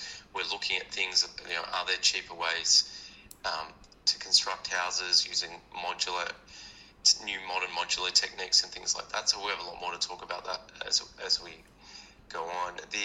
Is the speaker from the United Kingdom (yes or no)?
no; New South Wales, Australia; I've as someone who grew up in New South Wales, born and bred in New South Wales, I've never understood why we have less public holidays than everybody else.